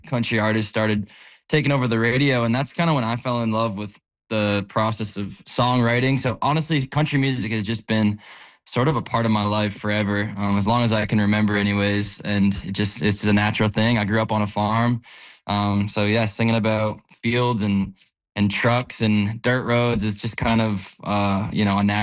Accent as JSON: {"language": "English", "town": "Mildmay", "region": "Ontario", "country": "Canada", "tie": "born or raised there", "said": "So I grew up in Mildmay, Ontario. It's a town of 1,000 people."}